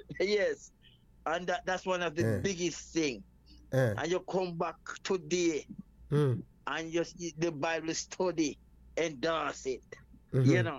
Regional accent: Jamaica; We as Jamaican, we had a custom.

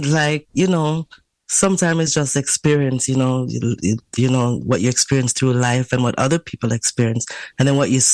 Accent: Canada; was born and raised in Canada to Jamaican parents

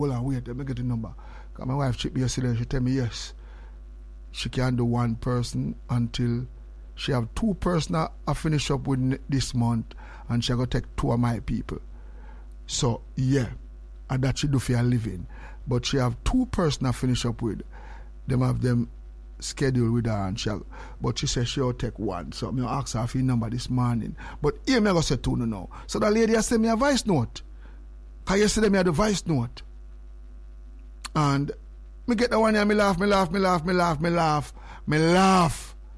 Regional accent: Jamaica; moved away; we come from Jamaica

